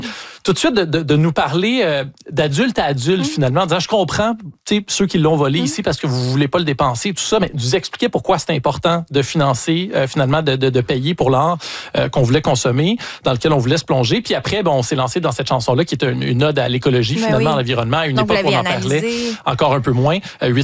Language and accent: French; Repentigny, Quebec, Canada; On y est confronté aux … quand on vient quand on a grandi à Repentigny.